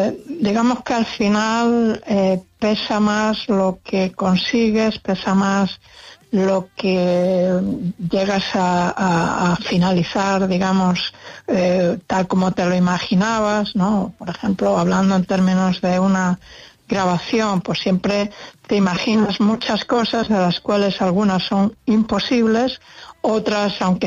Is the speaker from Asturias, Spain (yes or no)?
yes; Asturias, Spain; also born or lived in Galicia; yo soy gallega de nacimiento y toda mi, aún viviendo en Asturias, hasta los 16 años, todas mis vacaciones han sido en Coruña.